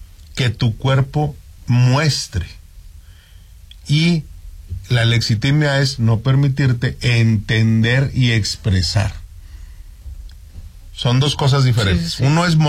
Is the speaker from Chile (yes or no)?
no; Mexico; me refiero a nosotros como mexicanos